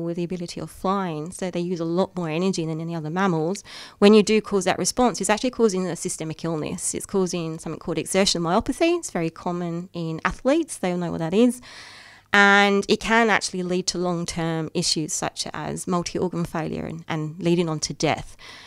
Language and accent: English; United Kingdom; now in Australia; my hometown back home in the UK